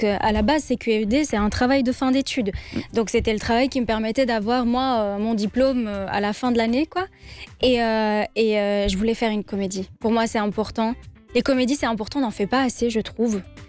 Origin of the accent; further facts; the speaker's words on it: Belgium; Alors que non, non, en fait, on est belge.